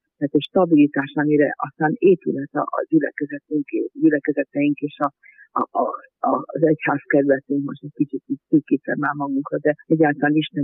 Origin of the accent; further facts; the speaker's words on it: Cisztibiscan region, Hungary; gyerekkoromban ugye Tiszán inneni vagyok